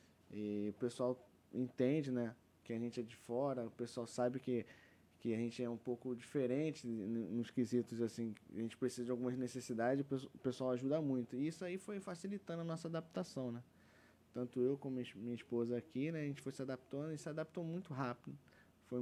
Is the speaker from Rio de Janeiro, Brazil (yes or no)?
yes; Rio de Janeiro, Brazil; moved away as an adult; a gente está voltando para nossa casa, né? Somos carioca